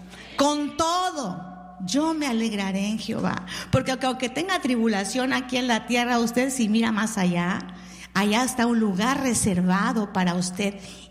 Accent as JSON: {"language": "Spanish", "country": "Mexico", "said": "Yo soy mexicana, pero nunca escucho mariachi."}